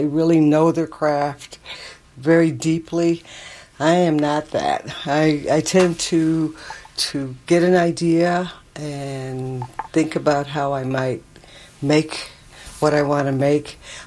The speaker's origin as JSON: {"language": "English", "country": "United States", "said": "And they asked me where I was from. I told them, from the U.S."}